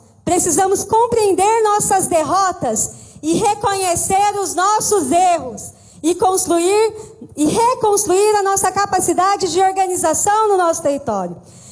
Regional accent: Brazil; Venho do Brasil, de Pindorama, território ancestral dos povos originários

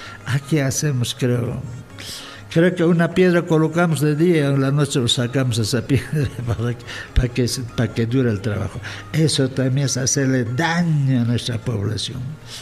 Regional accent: Peru; donde vamos a dejar nuestros huesos, porque somos auténticos peruanos.

